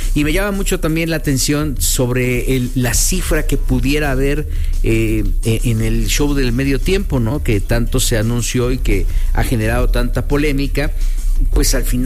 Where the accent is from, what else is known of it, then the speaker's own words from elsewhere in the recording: Mexico; Hay que seguir con esta buena vibra como mexicanos, ¿no?